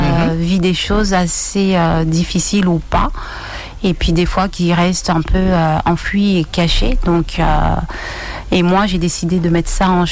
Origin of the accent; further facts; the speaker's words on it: French Guiana; born there; je suis guyanaise, je suis née ici. C'est vrai que je suis partie 33 ans.